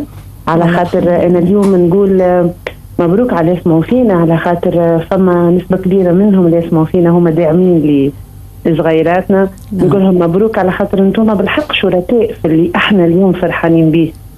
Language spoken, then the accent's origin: Arabic; Tunisia; اليوم أنا كتونسي